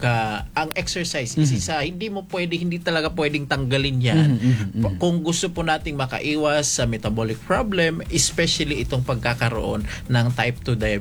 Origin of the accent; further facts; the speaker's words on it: Mindanao, Philippines; Doon sa amin sa Mindanao, ang pinaka gusto ko talaga doon, mayroong party doon sa malapit sa Sambuanga del Sur, yung sa Magsaysay.